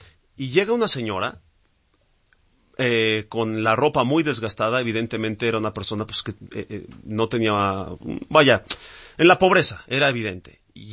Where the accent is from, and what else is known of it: Mexico